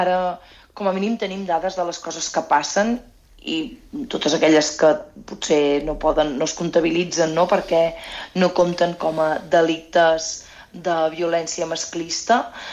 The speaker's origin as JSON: {"language": "Catalan", "town": "Torelló", "region": "Catalonia", "country": "Spain", "said": "jo, evidentment, som de Torelló"}